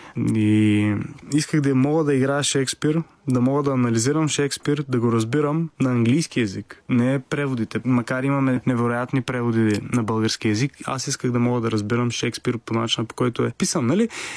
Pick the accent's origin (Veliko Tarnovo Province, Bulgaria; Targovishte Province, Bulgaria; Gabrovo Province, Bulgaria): Targovishte Province, Bulgaria; Targovishte; Аз съм от Търговище, малко градче, растейки, всеки ти казва, нали, актьорка ще не храни